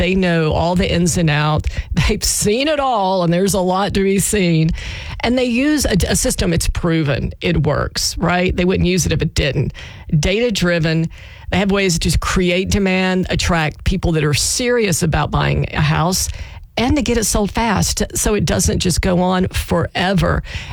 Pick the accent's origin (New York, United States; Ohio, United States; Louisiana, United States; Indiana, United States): Louisiana, United States; My mama passed away, and the house I grew up in South Louisiana, and she left the house to me.